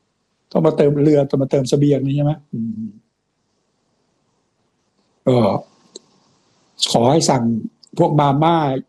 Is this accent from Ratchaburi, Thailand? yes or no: yes; Damnoen Saduak, Ratchaburi, Thailand; born there; ผมเป็นคนเกิดที่ดำเนินสะดวกเนี่ยเป็นสวนผักเยอะแต่ตอนหลังเลิกมันสุขภาพมัน